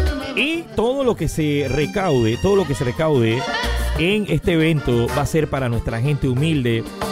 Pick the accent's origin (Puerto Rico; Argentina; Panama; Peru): Panama